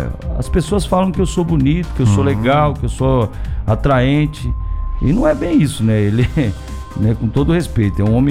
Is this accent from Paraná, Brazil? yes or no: yes; Londrina, Paraná, Brazil; nós somos aqui da região de Londrina